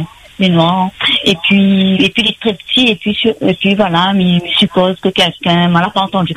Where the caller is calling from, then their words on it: Saint-Louis, Réunion; j'habite à Saint-Louis, Plateau Goyave.